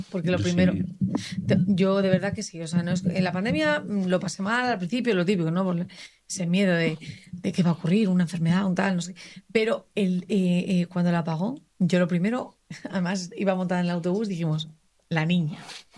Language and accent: Spanish; Asturias, Spain; Yo soy asturiana y de hecho tenemos tierras todavía ahí heredadas